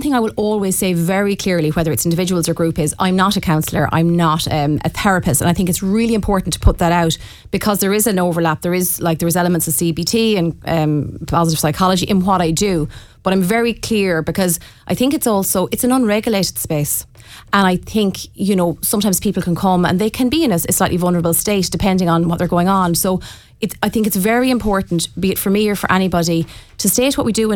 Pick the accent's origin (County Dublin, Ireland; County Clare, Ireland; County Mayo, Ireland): County Mayo, Ireland; Bohola